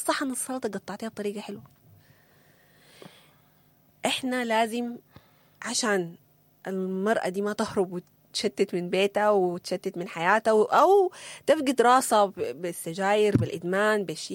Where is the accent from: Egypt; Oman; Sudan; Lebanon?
Sudan; احنا كسودانيين عندنا ايمان انه الله موجود، انه الله كريم.